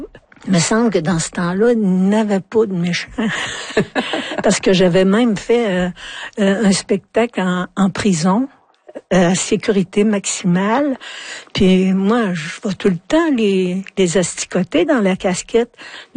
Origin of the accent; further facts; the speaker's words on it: Quebec, Canada; now in Montreal, Canada; chez nous, en Abitibi, on est proche des gens. Tu sais, quand je suis arrivée à Montréal, je trouvais que les gens, ils se parlaient pas.